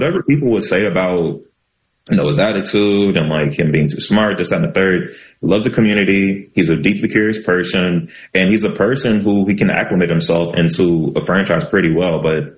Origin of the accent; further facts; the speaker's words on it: California, United States; born there; But yeah, I was born in California, actually.